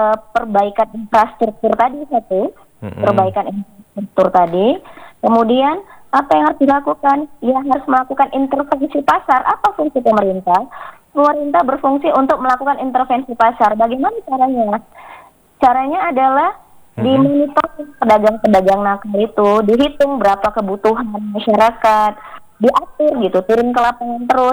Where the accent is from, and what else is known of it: Aceh, Indonesia